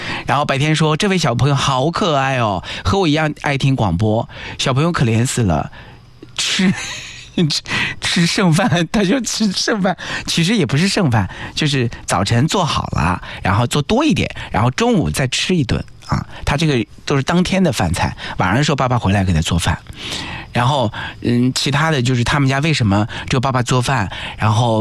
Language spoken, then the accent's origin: Chinese; Hefei, Anhui, China; 我们老家在安徽合肥，你看吧，合肥旁边的一个灿烂子头啊，在一个村落里面